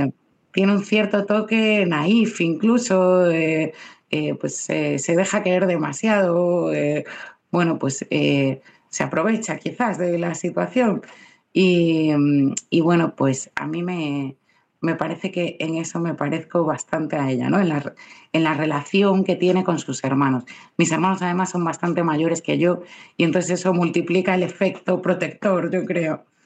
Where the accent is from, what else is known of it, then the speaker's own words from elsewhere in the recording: Vigo, Galicia, Spain; born there; moved away as an adult; also born or lived in Braga, Portugal; Vigo es mi ciudad, ¿no?